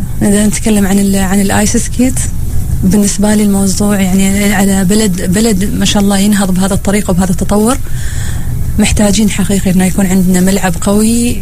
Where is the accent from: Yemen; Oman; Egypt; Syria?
Oman; احنا عندنا في عمان